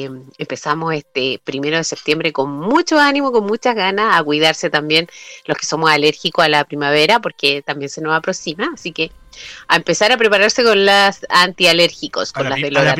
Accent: Chile; Los chilenos no tenemos cómo parar, no paramos.

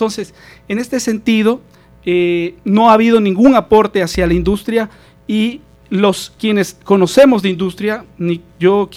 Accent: Santo Domingo, Santo Domingo de los Tsáchilas, Ecuador; nuestra ciudad, Santo Domingo.

